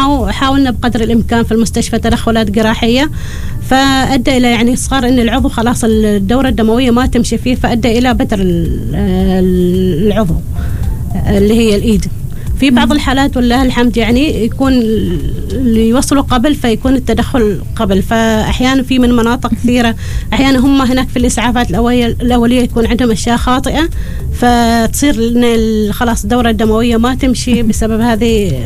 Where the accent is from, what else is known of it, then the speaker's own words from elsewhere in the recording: Oman; نحن كعمانيين